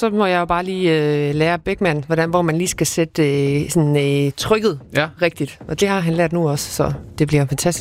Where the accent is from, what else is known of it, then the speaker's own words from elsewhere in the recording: Bosnia & Herzegovina; moved away; så er jeg selv fra Bosnien.